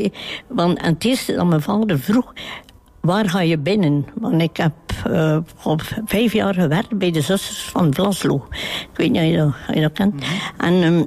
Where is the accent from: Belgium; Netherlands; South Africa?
Belgium; Nieuwpoort, Flanders; Van aan de kust, van Niepoort ben ik.